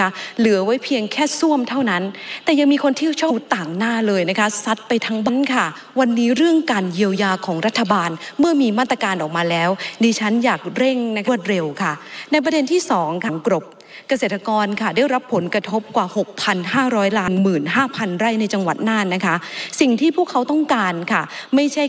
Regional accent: Isan, Thailand; ดิฉันค่ะเป็นลูกอีสาน

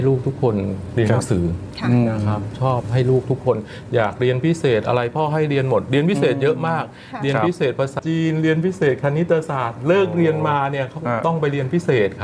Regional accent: Sadao, Songkhla, Thailand; อำเภอสะดาวจังหวัดสงขลานะครับ

